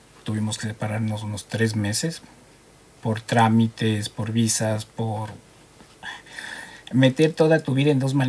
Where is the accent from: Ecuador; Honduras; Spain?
Ecuador; Quito, Pichincha; now in Australia; Yo llevo 11 años acá en Australia. La decisión de por qué venir acá... básicamente fue, yo soy de Ecuador y te voy a contar algo interesante.